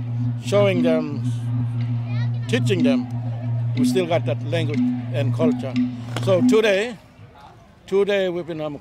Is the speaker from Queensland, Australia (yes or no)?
no; Maningrida, Northern Territory, Australia; I come from Menangida, Kidal River upstream. I born bush with my grow up with my grandmother and grandfather.